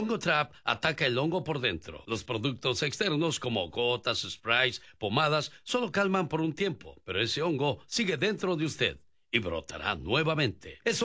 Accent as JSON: {"language": "Spanish", "country": "Mexico", "moved": "yes", "said": "salí de México, pero México nunca salió de mí."}